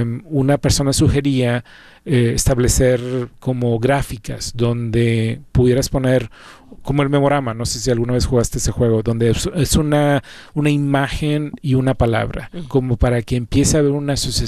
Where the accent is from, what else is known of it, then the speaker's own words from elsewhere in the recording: Mexico; Creo yo que en los países latinos, yo soy de México, somos más a que actúas.